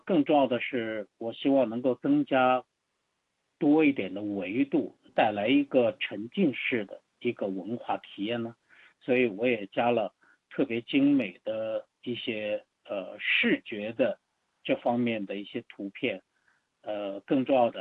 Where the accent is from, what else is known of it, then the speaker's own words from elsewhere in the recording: China; 非常符合我们中国人所居住的地理的这样的一种特点，